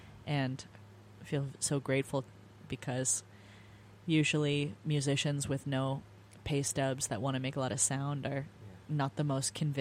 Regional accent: California, United States; moved away as an adult; also born or lived in San Francisco Bay Area; now in New York, United States; I'm Californian to my core.

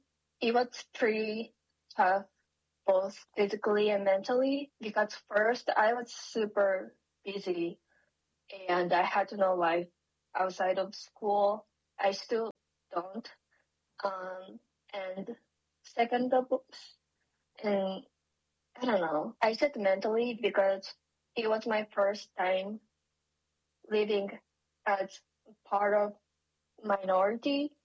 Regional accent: Oita, Japan; moved away as an adult; also born or lived in Osaka; now in Albany, United States; So I am from Oita, Japan. I was raised there, and I lived there until I was, I would say, 17 or 18. I moved out of the city for my first college, which was located in Osaka.

